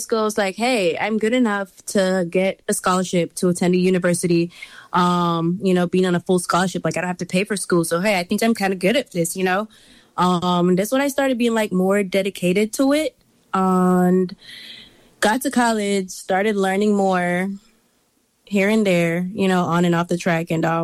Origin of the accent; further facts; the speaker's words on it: Jamaica; So growing up, I mean, track and field was like the main sports for women.